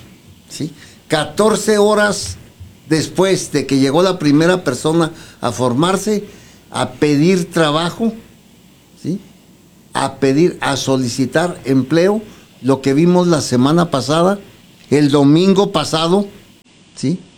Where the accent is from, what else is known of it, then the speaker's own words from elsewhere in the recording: Torreón, Coahuila, Mexico; Soy de La Jabonera hacia para adentro. Órale. Soy de la colonia La Fe, para adentro, luego.